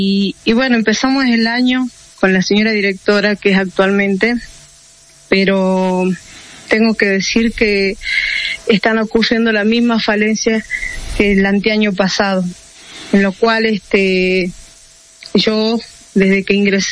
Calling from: San Antonio de los Cobres, Salta, Argentina

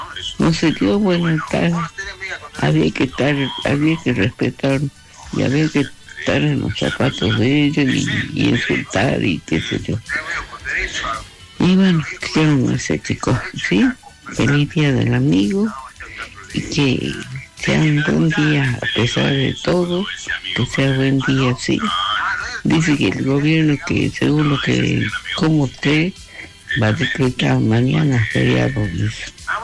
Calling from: Argentina; somos bien argentinos

